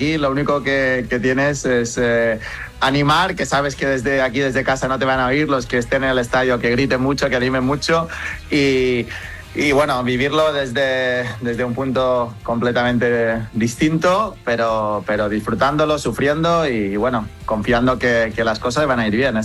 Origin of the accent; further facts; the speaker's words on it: Spain; Y el fútbol es como buen español es el deporte rey.